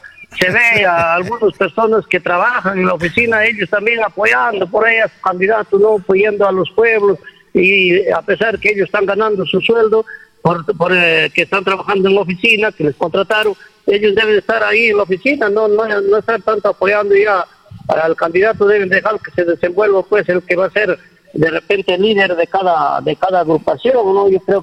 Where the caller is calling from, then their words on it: Peru; Yo ya estoy por los 62 años también y todavía me he ido para allá. Yo soy de Sócrates